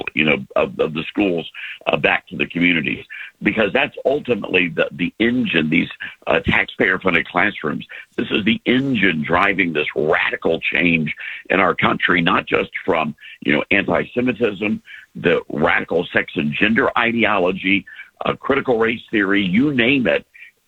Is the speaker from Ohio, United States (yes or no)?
no; Memphis, Tennessee, United States; we did a book signing in Memphis, which is my hometown, at the Barnes & Noble.